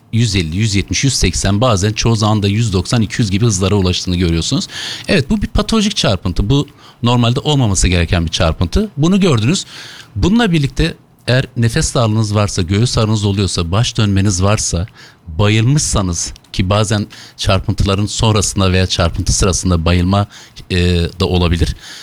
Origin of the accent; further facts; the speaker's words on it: Diyarbakır, Diyarbakır Province, Turkey; born there; also born or lived in Ankara; 1979 Diyarbakır doğumluyum.